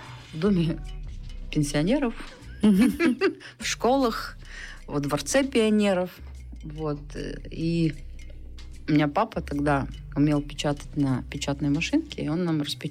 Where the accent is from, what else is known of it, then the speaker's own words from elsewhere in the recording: Berezniki, Perm Krai, Russia; я родилась в Березняках, я выросла в Березняках. Единственный период, когда я не жила в Березняках, это когда я училась в институте.